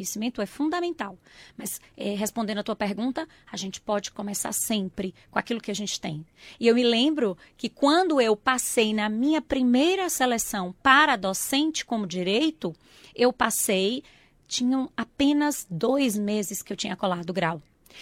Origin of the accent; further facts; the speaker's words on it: João Dourado, Bahia, Brazil; Então, eu sou natural de Irecê, mas a minha cidade é João Dourado.